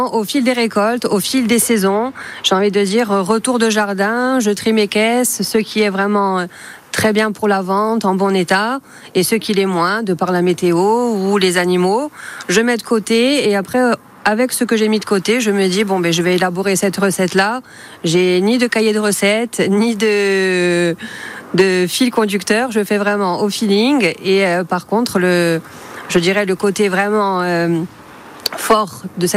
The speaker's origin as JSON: {"language": "French", "town": "Cuttoli", "region": "Corsica", "country": "France", "tie": "born there", "moved": "as an adult", "lives_now": "Coro, France"}